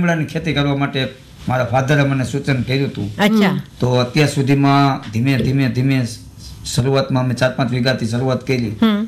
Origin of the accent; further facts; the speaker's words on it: Sanosara, Gujarat, India; મારું ગામ રાજકોટ તાલુકાનો સણોસરા જિલ્લો રાજકોટ છે. આશરે 3-4 હજાર ની વસ્તી ધરાવતું ગામ છે.